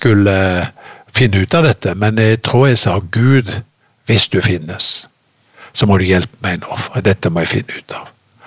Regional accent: Haugesund, Rogaland, Norway; jeg kommer jo da fra Haugesund opprinnelig, selv om dialekten er litt avslept med årene, for jeg har bodd mange steder, så er det Haugesund som er fødebyen.

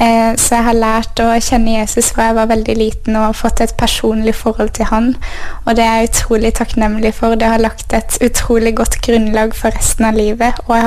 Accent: Froland, Agder, Norway; also born or lived in Bergen; Jeg er født i Froland, eller Arendal sykehus. Men vi flyttet til Bergen da jeg var 4 år, og der bodde vi 10 år før vi flyttet tilbake igjen til Froland.

